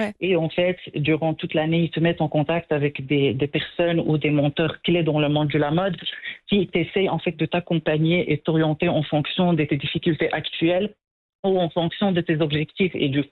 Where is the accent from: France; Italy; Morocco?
Morocco; c'est nos contradictions en tant qu'humains, en tant que Marocains